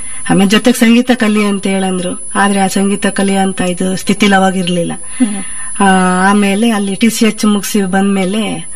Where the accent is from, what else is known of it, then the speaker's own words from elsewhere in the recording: Alur, Karnataka, India; also born or lived in Mangaluru; ನಾನು ಮೂಲತಃ ಆಲೂರು ತಾಲೂಕು ಹಂತನಮನೆ ಗ್ರಾಮ ಅಂತೇಳಿ ಒಂದು ಚಿಕ್ಕ ಗ್ರಾಮ. ಅಲ್ಲಿ ನಾನು ನಮ್ಮ ತಂದೆ ತಾಯಿಗಳಿಗೆ ಆರನೇ ಮಕ್ಕಳಲ್ಲಿ ಕೊನೆ ಮಗಳಾಗಿ ನಾನು ಜನಿಸಿದ್ದು.